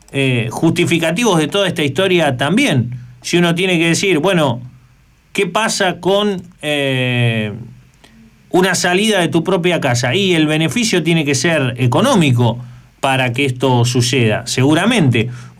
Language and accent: Spanish; Argentina; nosotros somos argentinos